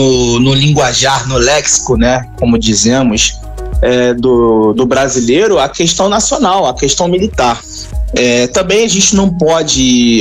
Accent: Brazil; Nós somos brasileiros

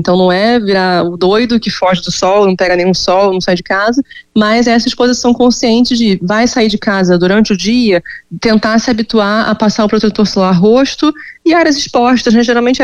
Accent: Rio de Janeiro, Brazil; Eu sou do Rio, mas eu atendo muitos pacientes online e eu atendo presencialmente em São Paulo também

